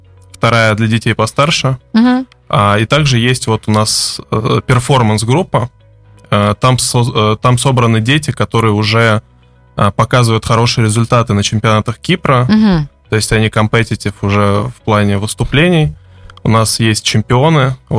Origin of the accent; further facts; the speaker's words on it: Tula, Tula Oblast, Russia; born there; Я родился в Туле, да, и она родилась в Туле.